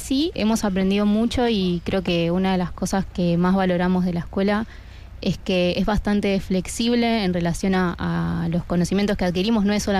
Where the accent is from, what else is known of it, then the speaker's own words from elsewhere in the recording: Argentina; moved away as an adult; now in Spain; Vengo de Argentina.